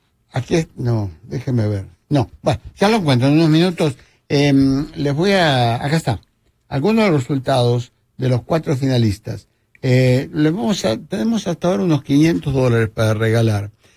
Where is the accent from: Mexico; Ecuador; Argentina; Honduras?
Argentina; Yo como argentino estoy celebrando, maravilloso, todo lo que podamos decir